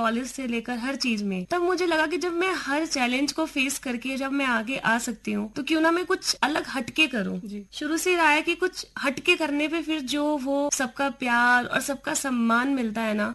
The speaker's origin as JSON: {"language": "Hindi", "region": "Delhi", "country": "India", "said": "मैं दिल्ली से हूँ"}